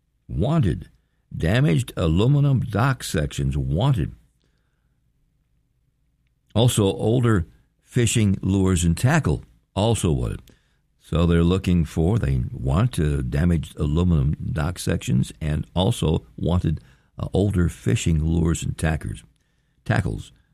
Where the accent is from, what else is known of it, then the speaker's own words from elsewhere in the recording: Michigan, United States; Never sure, because I'm from Michigan. See, so I have no Scandinavian background in my blood at all.